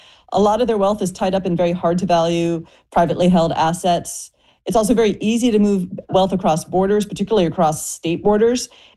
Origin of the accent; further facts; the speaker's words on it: New England, United States; I'm from New England. There is only one answer, and that is maple syrup from Vermont.